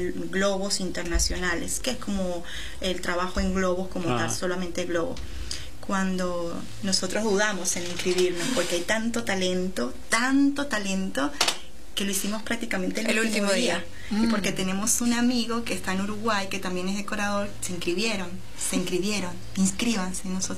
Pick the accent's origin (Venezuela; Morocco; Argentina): Venezuela; moved away as an adult; nosotras somos venezolanas, tenemos 8 años en este país